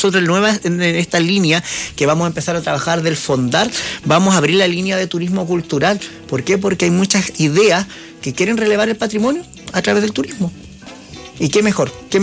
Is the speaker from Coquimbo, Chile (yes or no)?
yes; La Serena, Coquimbo, Chile; Si somos la ciudad de los campanarios